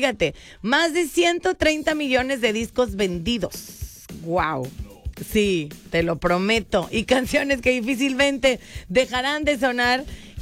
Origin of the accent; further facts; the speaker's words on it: Mexico; uno quiere mucho a México, quiere mucho a esta comunidad. Obviamente, pues somos mexicanos